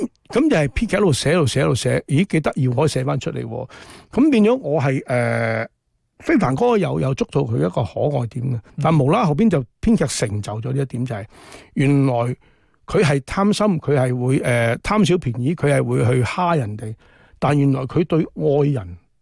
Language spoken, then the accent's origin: Chinese; Guangzhou, Guangdong, China; moved away; 我小时候在广州，我很多那些亲戚都是做那个厨房的，